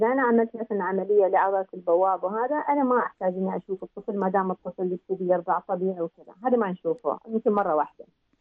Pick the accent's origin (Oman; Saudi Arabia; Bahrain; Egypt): Oman; إحنا كمجتمع عماني